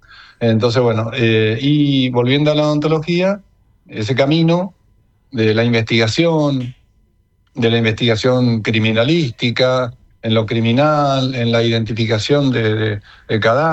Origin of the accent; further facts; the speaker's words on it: Alvear, Corrientes, Argentina; Del pueblo más lindo del país y los alrededores.